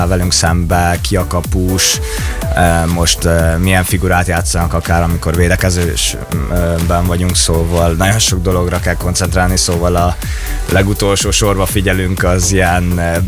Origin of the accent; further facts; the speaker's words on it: Szeged, Csongrád-Csanád, Hungary; Szegeden születtem. Saját nevelésű